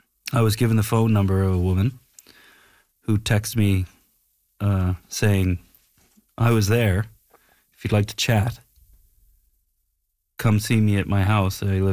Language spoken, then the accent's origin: English; Nova Scotia, Canada; moved away as an adult; now in Los Angeles, United States; I always knew, you know, I moved from Nova Scotia to Los Angeles to go to the American Film Institute.